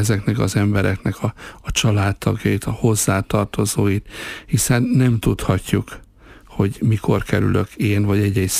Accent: Miskolc, Borsod-Abaúj-Zemplén, Hungary; én miskolci születésű vagyok, én itt nőttem, itt jártam általános iskolába, középiskolába, 13 éves korom óta zenélek.

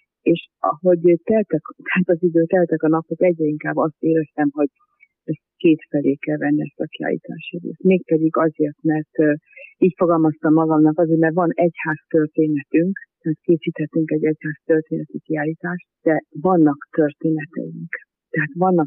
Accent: Cisztibiscan region, Hungary; gyerekkoromban ugye Tiszán inneni vagyok

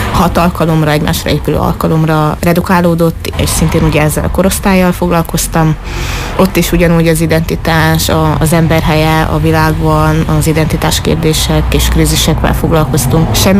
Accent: Romania; accent: Gyimes dialect; now in Cluj-Napoca, Romania; gyimesi, hogyha hallatszik a tájszólásomon

